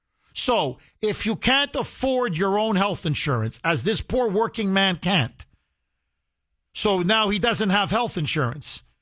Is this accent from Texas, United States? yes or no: no; Massachusetts, United States; me, by the way, a multi-generational American, my family goes back generations, born and raised on the Cape, my entire life